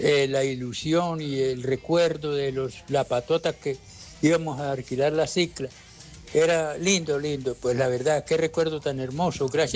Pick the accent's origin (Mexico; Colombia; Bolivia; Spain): Colombia; Lebrija, Santander; yo fui criado en Portugal, Lebrija.